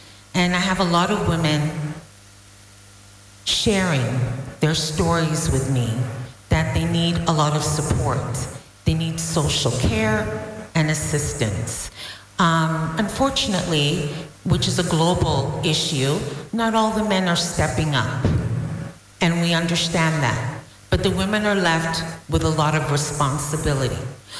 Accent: Toronto, Ontario, Canada; now in St. John's; I'm from Toronto originally, but I'm currently living in St. John's.

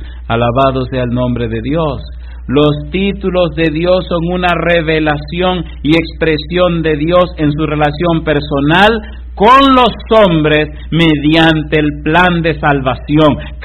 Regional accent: Dominican Republic; en un lugar en mi país, en el ensanche Quisqueya

